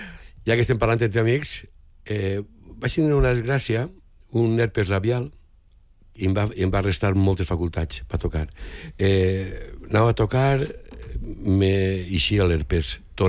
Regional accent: L'Alqueria de la Comtessa, Valencian Community, Spain; Alqueria de la Contesa, sí senyora.

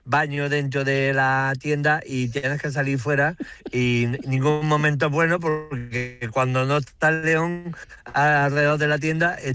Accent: Jaén, Andalusia, Spain; bueno, no soy políglota, soy de Jaén

